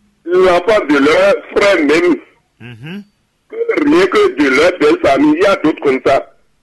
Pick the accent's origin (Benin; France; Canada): Benin; Parakou, Borgou; born there; also born or lived in Mono; moi je suis du Monou. Je suis né à Parakou.